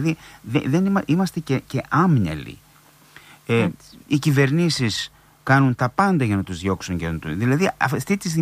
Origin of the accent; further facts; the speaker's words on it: Didymoteicho, East Macedonia and Thrace, Greece; που τότε είναι μικρό παιδί, σε χωριό μεγάλωσα στο Δημότυχο, και θυμάμαι αυτόν τον ήχο